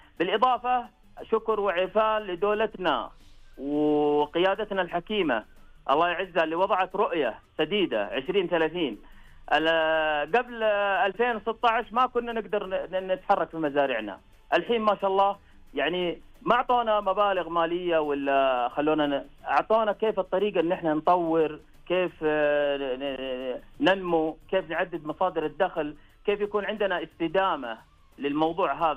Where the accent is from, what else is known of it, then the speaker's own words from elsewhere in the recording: Taif, Makkah Province, Saudi Arabia; عندنا في الطائف